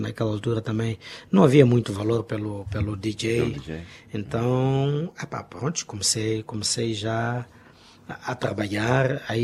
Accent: Tete, Mozambique; also born or lived in Quelimane; voltei para Tete e nunca mais saí de Tete. As minhas raízes são todas cá de Tete.

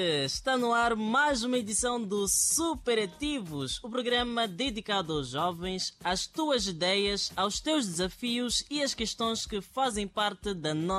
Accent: Mozambique; nosso belo Moçambique

